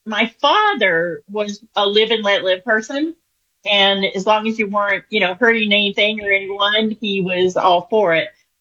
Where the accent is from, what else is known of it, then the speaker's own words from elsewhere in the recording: New Orleans, Louisiana, United States; But I'm from New Orleans, so I feel like that kind of comes with the New Orleans territory.